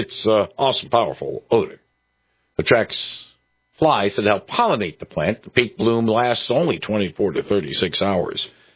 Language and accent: English; Detroit, Michigan, United States; Growing up in Detroit, and I've mentioned them